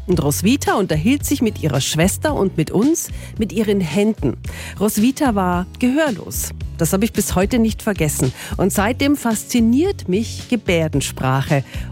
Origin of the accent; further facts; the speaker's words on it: Regensburg, Bavaria, Germany; Ich bin in Regensburg aufgewachsen.